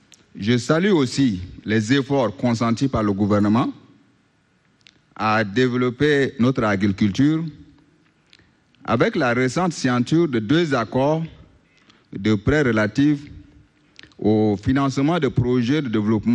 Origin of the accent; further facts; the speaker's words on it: Chad; chez nous au Tchad